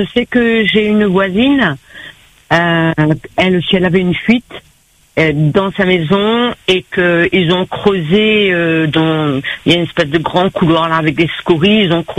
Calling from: Le Tampon, Réunion; Moi, j'habite au Tampon, au 37 rue du Tampon, dans l'immeuble de la CEMADER.

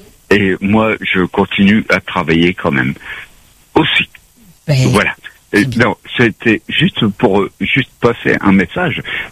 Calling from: Neuilly-sur-Marne, Île-de-France, France; Je suis à Neuilly-sur-Marne.

